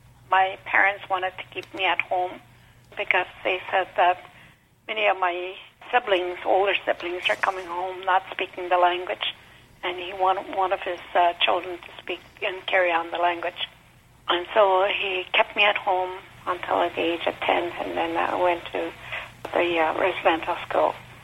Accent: Wikwemikong, Manitoulin Island, Ontario, Canada; first language Ojibwe; English is a second language; now in Peterborough, Canada; I was born and raised in Wicomicon, Manitoulin Island. I now reside in Peterborough, Ontario. I am Ojibwe and Odawa.

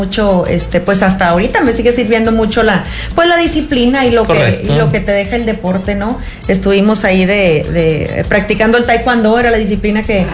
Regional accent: Sabinas, Coahuila, Mexico; also born or lived in Monterrey; now in Nueva Rosita, Mexico; Ahí transcurrimos nuestros estudios del kinder, de la primaria, de la secundaria, preparatoria, todo lo estuvimos haciendo ahí hasta que salimos ya a estudiar a la ciudad de Monterrey. Pues antes de qué te puedo platicar, en ese entonces ahí en Sabinas

